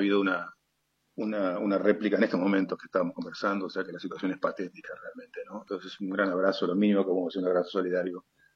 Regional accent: Uruguay; moved away; en el país de donde soy originario, que es la República Oriental del Uruguay

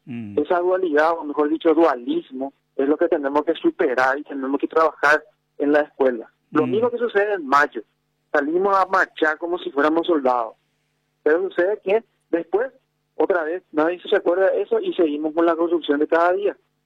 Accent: Paraguay

